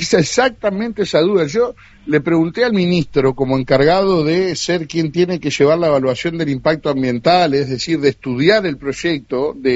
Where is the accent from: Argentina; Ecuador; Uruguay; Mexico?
Uruguay; Canelones; yo soy de Canelones